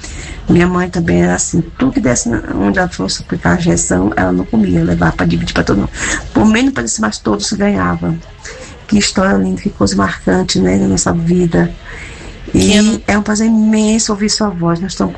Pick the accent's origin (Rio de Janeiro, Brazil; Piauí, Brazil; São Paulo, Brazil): Piauí, Brazil; Parnaíba; now in Brasília, Brazil; Minha mãe dava injeção na minha cidade, Parnaíba, Piauí.